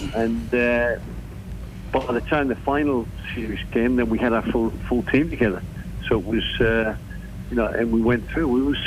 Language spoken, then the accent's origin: English; England, United Kingdom; now in Australia; are you English? I went, well, yeah. I said, I'm Australian now.